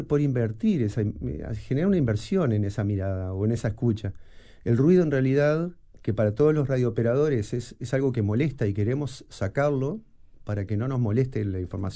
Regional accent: Paysandú, Uruguay; Soy de Paysandú.

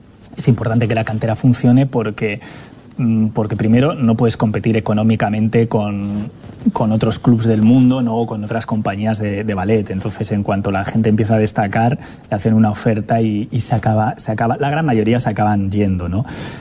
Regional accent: Bilbao, Basque Country, Spain; now in Montevideo, Uruguay; lo de Bilbao, como te he dicho, yo cuando me presento siempre los de Bilbao decimos, somos de Bilbao. Bien. Es una pequeña ciudad que está rodeada por las montañas, se le llama el Bocho

